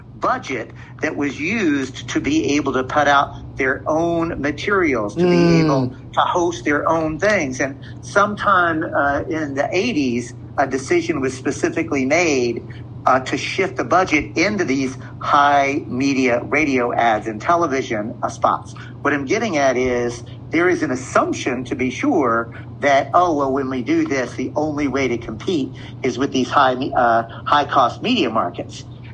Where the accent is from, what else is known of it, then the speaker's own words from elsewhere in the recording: Texas, United States; I'm from Texas, right? And I'm 63 years old from Texas. I came up at a time when the Democrat Party had an absolute hold on that state